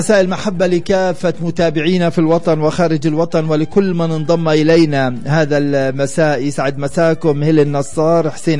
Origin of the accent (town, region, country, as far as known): Palestine